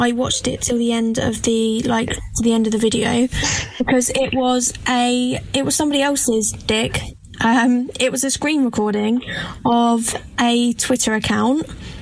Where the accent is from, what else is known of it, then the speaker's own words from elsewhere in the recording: East of England, United Kingdom; I'm from Essex.